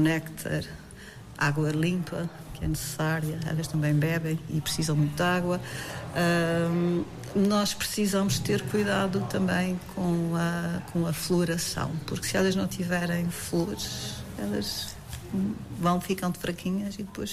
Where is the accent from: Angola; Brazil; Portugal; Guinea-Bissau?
Portugal; Azores; nós somos açorianos acima de tudo.